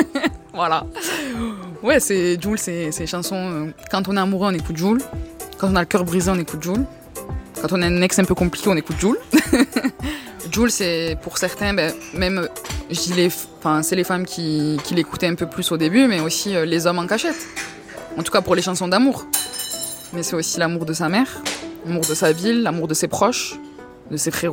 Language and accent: French; Marseille, Provence-Alpes-Côte d'Azur, France; c'est une question qu'aujourd'hui, en tant que Marseillais, et même à l'époque, qu'on ne peut pas éviter.